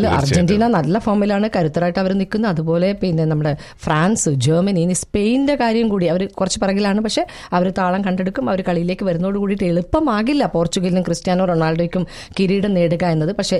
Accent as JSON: {"language": "Malayalam", "region": "Kerala", "country": "India", "moved": "yes", "lives_now": "United Arab Emirates", "said": "നമ്മുടെ കേരളത്തിൽ"}